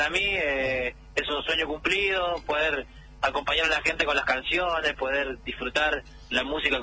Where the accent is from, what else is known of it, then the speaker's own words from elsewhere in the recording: Argentina; me siento un argentino ferviente